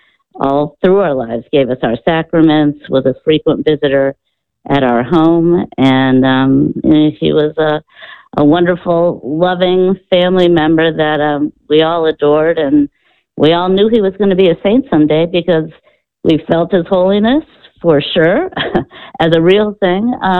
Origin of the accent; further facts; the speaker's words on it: Buffalo, New York, United States; born there; he came to Buffalo, New York, where my parents and I lived at the time, where I was born.